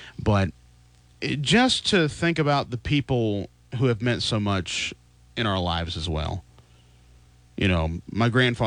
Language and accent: English; Mount Airy, North Carolina, United States; I'm proud of where I come from. I come from Mount Airy, North Carolina. I come from Mayberry.